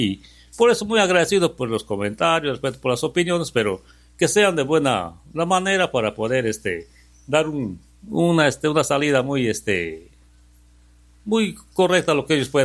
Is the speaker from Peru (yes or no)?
yes; Bellavista, San Martín, Peru; now in Lamas, Peru; Por si yo no soy de Lamas, pues, ¿no? Yo soy de Bellavista, pero ya me siento ser parte de Lamas porque vivo acá, me cobija Lamas, mi familia es de acá